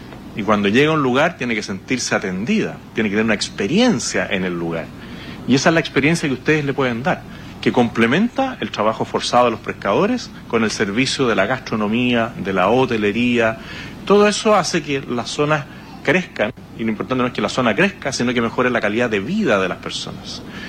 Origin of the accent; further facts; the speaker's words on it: Chile; somos todos chilenos